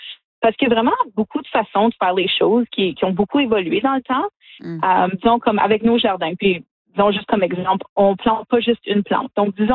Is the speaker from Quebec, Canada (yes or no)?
no; Sudbury, Ontario, Canada